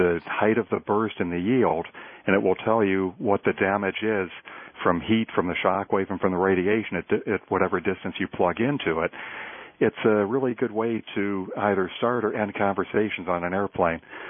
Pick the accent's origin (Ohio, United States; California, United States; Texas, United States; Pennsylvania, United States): Ohio, United States; Akron; say, in my hometown of Akron, Ohio, just because the geography is different